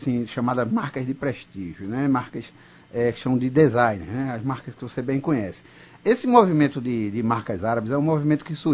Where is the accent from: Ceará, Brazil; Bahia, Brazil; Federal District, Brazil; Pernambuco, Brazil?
Pernambuco, Brazil; Recife; born there; Temos no centro do Recife, que é onde eu nasci, tem história, como você bem sabe.